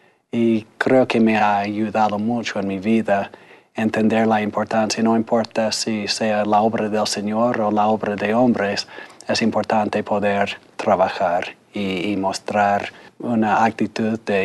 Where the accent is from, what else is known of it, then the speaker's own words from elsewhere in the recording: Rigby, Idaho, United States; yo nací en Idaho Falls, Rigby, pero alrededor de Idaho Falls.